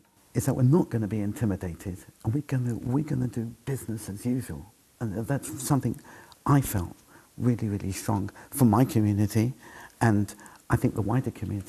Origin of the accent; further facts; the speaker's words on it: United Kingdom; because I'm British, I've been brought up in this country